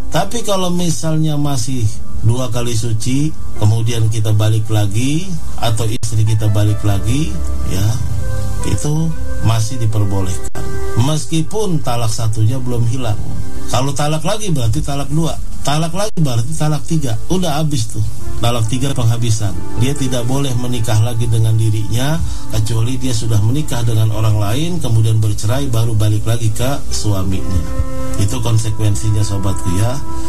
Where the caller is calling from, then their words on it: South Kalimantan, Indonesia; Pak Ustadz, kami dari Kalsel, Kalimantan Selatan, mau bertanya yang berkaitan dengan mimpi saya.